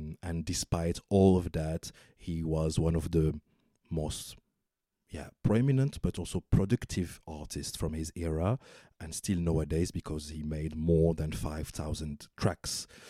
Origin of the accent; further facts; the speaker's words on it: Morocco; I grew up in Morocco, and his presence as such, and also the presence of Fry, has always been extremely great and deep within also Moroccan society.